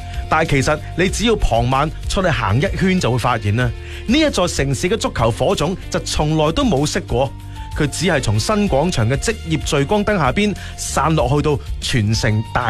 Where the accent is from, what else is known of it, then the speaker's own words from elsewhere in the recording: Foshan, Guangdong, China; 我们佛山人